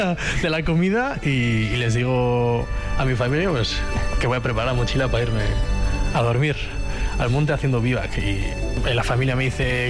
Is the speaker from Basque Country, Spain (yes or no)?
yes; San Sebastián, Basque Country, Spain